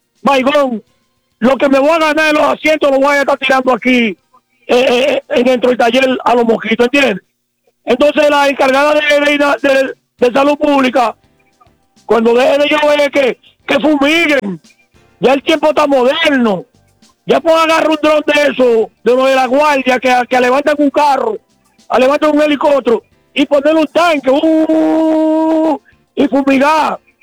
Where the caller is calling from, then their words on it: Baní, Peravia, Dominican Republic; la ministra de Salud de aquí de Baní